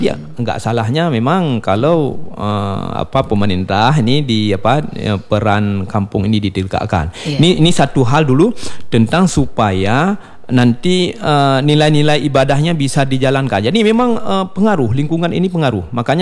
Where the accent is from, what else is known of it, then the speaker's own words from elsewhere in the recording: Bireuen, Aceh, Indonesia; moved away; Saya orang Birun, bukan asli orang sini ya.